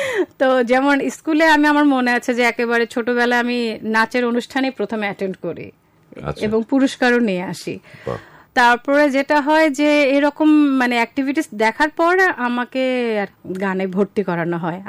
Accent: Dhaka, Dhaka Division, Bangladesh; আমার জন্ম ঢাকায়, আমার একেবারে সবকিছু ঢাকার মালিবাগ চৌধুরীপাড়া।

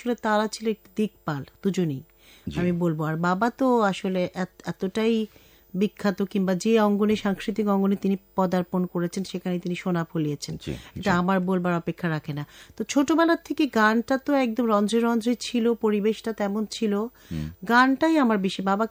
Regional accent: Dhaka, Dhaka Division, Bangladesh; আমার জন্ম ঢাকাতেই, ওল্ড টাউনে, খাজেদেওয়ানে। আমার school Viqarunnisa school, Holi cross কলেজে, তারপর পরবর্তীতে আমি Bangladesh university of engineering and technology বুয়েটে পড়াশোনা করেছি স্থাপত্য চর্চা নিয়ে।

